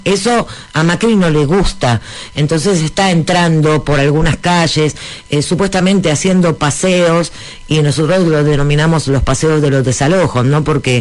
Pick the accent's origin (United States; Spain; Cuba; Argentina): Argentina; Barracas, Buenos Aires Province; yo no soy de La Boca, yo soy de Barracas. De Barracas, aguante, como Barracas.